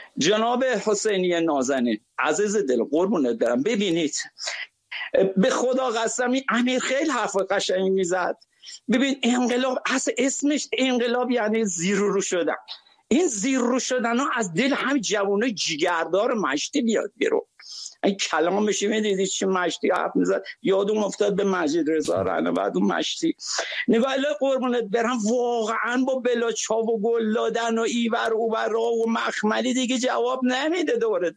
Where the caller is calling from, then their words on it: Shiraz, Fars, Iran; کاکو از شیراز هستم.